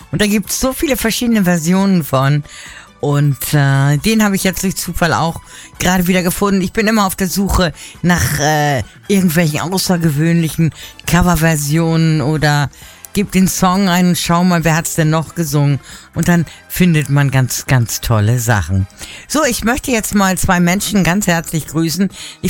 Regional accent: Hamburg, Germany; now in Hungary; Ich bin ja eine Hamburgerin, das wisst ihr ja.

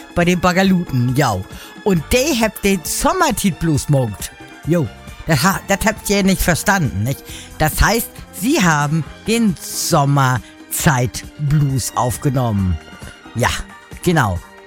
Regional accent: Schleswig-Holstein, Germany; So, jetzt kommen Jungs aus meiner Heimat, die kommen nämlich aus dem hohen Norden von Schleswig-Holstein

